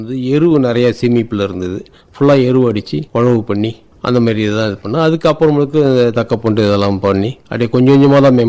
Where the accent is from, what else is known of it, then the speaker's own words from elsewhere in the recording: Tamil Nadu, India; moved away as an adult; எனக்கு வந்து சொந்த ஊரு கொங்கராயன் மண்டபம், தரங்கம்பாடி தாலுகா, நெடுவாசல் பக்கம். அங்கதான் இருக்கேன் நானு.